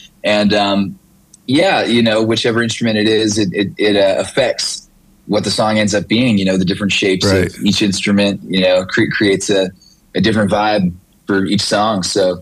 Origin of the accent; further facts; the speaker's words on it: Wisconsin, United States; I'm a Wisconsinite